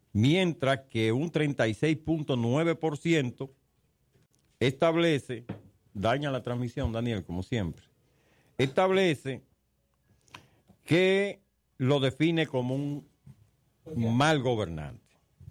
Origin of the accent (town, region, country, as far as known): Dominican Republic